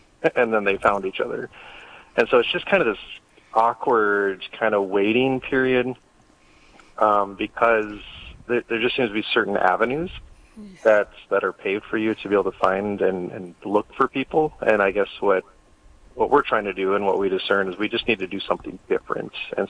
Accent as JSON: {"language": "English", "town": "Sioux Falls", "region": "South Dakota", "country": "United States", "said": "I'm from Sioux Falls. I go to St. Lambert Parish."}